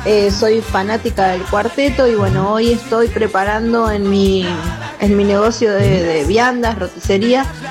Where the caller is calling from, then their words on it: General Alvear, Mendoza, Argentina; de Victoria. General Alvear Mendoza.